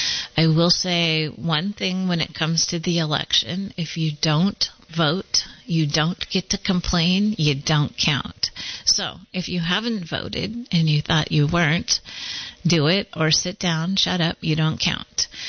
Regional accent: California, United States; I'm from California.

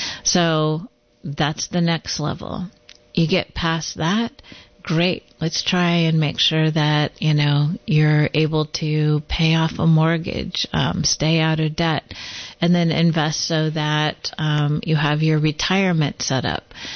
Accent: California, United States; I'm from California.

